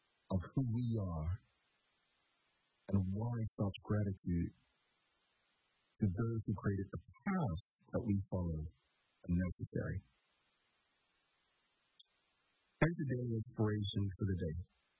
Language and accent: English; Bermuda; growing up in Bermuda for me was about community and looking out for one another beyond just family and friends.